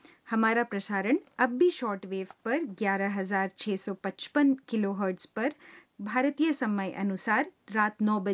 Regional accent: Bihar, India; जी, मैं तो बिहार से हूँ

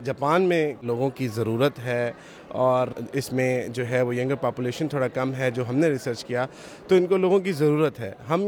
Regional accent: Lahore, Punjab, Pakistan; ہم لاہور سے آئے ہیں.

